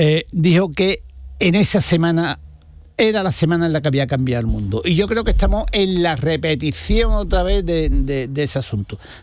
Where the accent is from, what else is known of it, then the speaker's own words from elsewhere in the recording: Andalusia, Spain; accent: Llanito; Yo tengo el acento llanito.